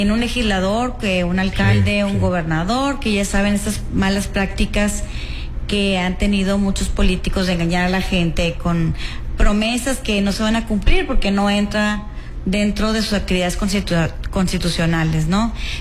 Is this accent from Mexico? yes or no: yes; Piedras Negras, Coahuila, Mexico; Sí, claro, aquí en mi ciudad, donde yo nací, que me vio crecer